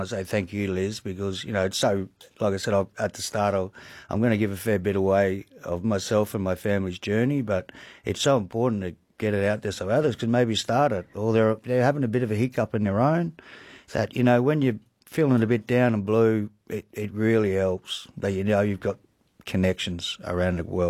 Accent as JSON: {"language": "English", "town": "Maldon", "region": "Victoria", "country": "Australia", "said": "as you know, I'm a boy from Jingley, Darn River and then Maldon."}